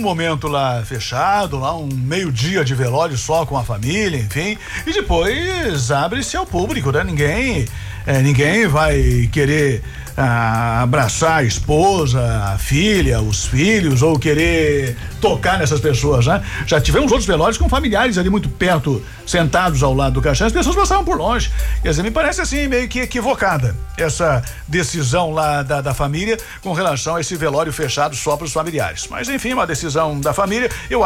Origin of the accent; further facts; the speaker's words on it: Carazinho, Rio Grande do Sul, Brazil; o cara é de Carazinho, da minha terra.